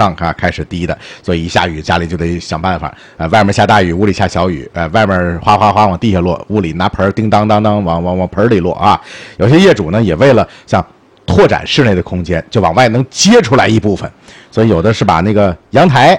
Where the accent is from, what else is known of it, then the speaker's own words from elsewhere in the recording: Tianjin, China; accent: Tianjin dialect; 咱们天津话讲叫罗罗刚了